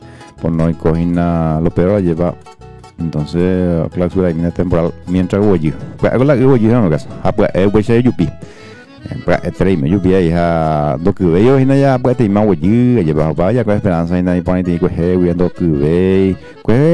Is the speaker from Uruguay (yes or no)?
no; Paraguay; identificado como buen paraguayo y paraguaya que somos